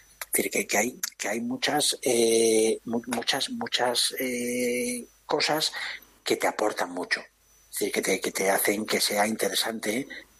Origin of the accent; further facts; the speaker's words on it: Asturias, Spain; yo me los llevo de viaje cuando voy a Asturias, sabes que soy asturiano